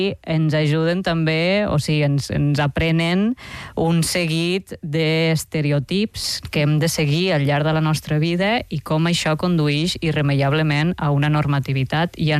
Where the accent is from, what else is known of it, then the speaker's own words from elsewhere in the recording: Lleida, Catalonia, Spain; A veure, jo sóc de Lleida, que és una ciutat que ja sé que queda molt lluny.